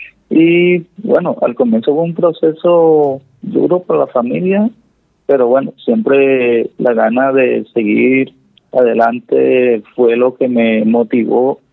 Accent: Ciénaga, Magdalena, Colombia; tengo 27 años, soy del municipio de Ciénaga Magdalena.

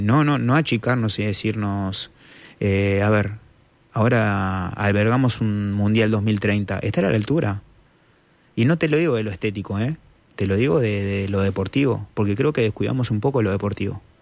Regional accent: Uruguay; moved away; yo que soy recontra uruguayo, me toca vivir afuera

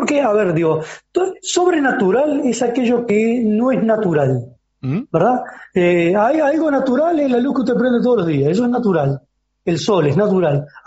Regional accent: Uruguay; now in Paraguay

